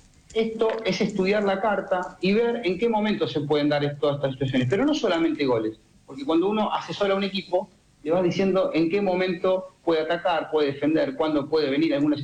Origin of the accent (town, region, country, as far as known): Argentina